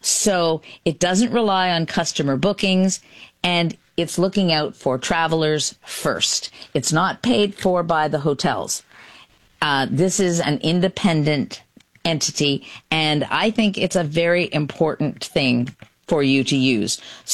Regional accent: Belleville, Ontario, Canada; also born or lived in Thousand Islands; I'm a Belleville girl, and I grew up near the Sandbanks and the outlet.

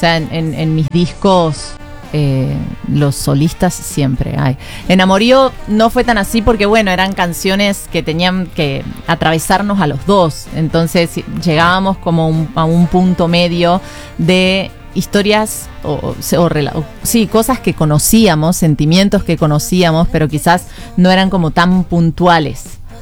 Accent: Córdoba, Argentina; moved away as an adult; also born or lived in Buenos Aires; now in Mexico; porque sí sé que soy de Córdoba, pero llegué y me di cuenta que llevaba fuera de Córdoba la misma cantidad de tiempo que el tiempo que crecí en Córdoba.

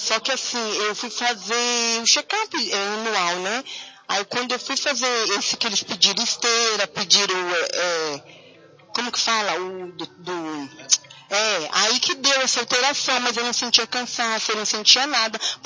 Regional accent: São Paulo, Brazil; Nós somos do região de Santo Amaro.

